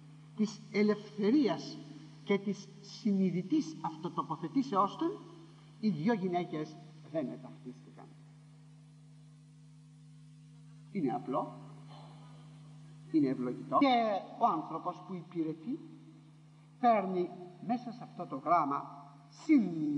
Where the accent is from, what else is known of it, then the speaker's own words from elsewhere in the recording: Greece; Εμείς είμαστε Έλληνες και είμαστε ένα κομμάτι της ρίζας αυτών των χωμάτων